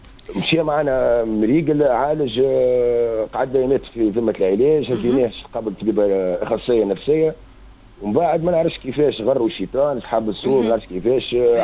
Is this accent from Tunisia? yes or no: yes; Tunisia; نحن عندنا عقليه في تونس